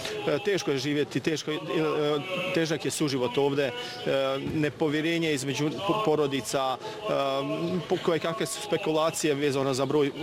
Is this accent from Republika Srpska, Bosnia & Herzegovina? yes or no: yes; Bratunac, Republika Srpska, Bosnia & Herzegovina; Da, u Bratuncu ja živim, ja sam reči iz Bratunca.